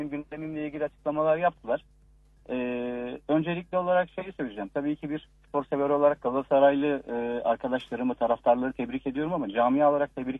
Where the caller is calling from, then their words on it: Istanbul, Turkey; İstanbul.